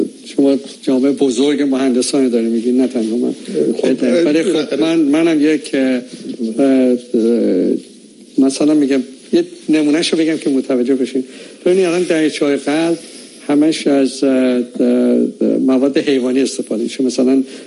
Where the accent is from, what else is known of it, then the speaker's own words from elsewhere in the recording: Tehran, Tehran Province, Iran; born there; من در تهران متولد شدم